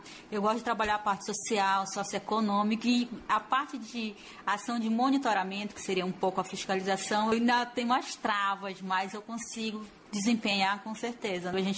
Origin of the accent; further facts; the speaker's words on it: Amazonas, Brazil; eu sou amazonense, adoro minha origem, sou descendente indígena.